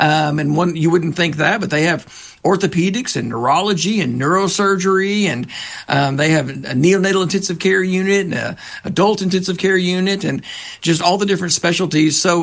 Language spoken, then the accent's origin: English; Arkansas, United States; as someone myself who grew up, was born and raised in Arkansas